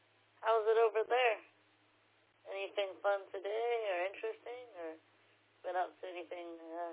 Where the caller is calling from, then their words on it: Long Beach, California, United States; We're semi-desert here in Long Beach, California. That's where I am. By the coast in southeast Los Angeles County. They call it a chaparral here.